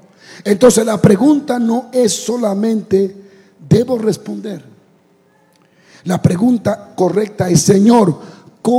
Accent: Dominican Republic; Yo soy dominicano.

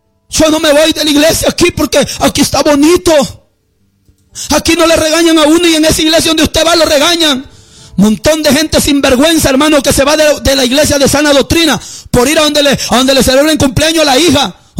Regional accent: El Salvador; ¿Cuántos cristianos en mi país, El Salvador, está siendo engañado?

